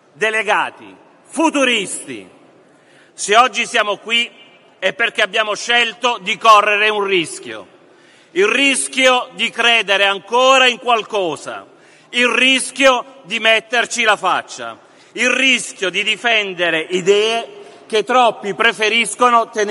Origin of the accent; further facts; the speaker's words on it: Basilicata, Italy; della Basilicata voglio parlarvi oggi, della mia terra. Noi lucani siamo un po' come gli hobbit di Tolkien, piccoli, sottovalutati, lontani dai grandi centri di potere.